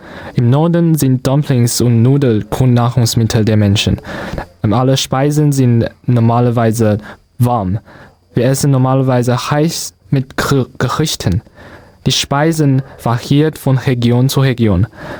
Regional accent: China; German is a second language; Mein Lieblingsessen ist auf Chinesisch Changfen in meiner Heimatstadt.

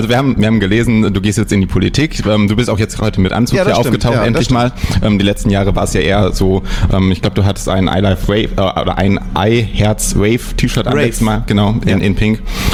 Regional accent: Trier, Rhineland-Palatinate, Germany; moved away; Ich glaube, das liegt daran, dass ich halt eigentlich nicht von hier bin. Ich komme aus Trier

